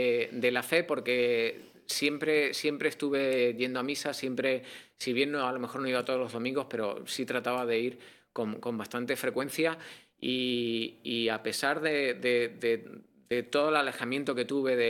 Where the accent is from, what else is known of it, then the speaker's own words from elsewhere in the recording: Spain; born there; Yo soy de España, crecí en una familia muy católica.